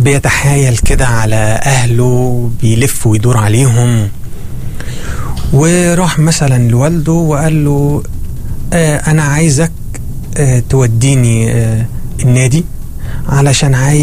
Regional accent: Egypt; والعلاج في وحدات الإدمان عندنا في مصر كله مدفوع

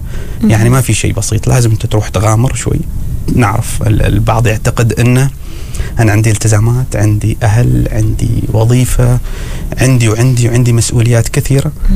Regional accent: Oman; نحن كشعب عماني

